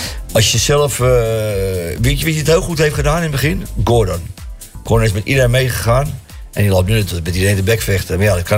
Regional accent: Amsterdam, North Holland, Netherlands; Ik kom uit de Jordaan en ik ben alleen maar op straat opgevoed.

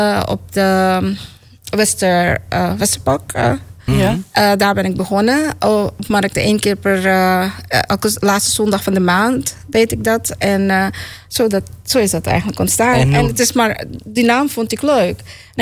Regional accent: Suriname; born there; also born or lived in Dallas

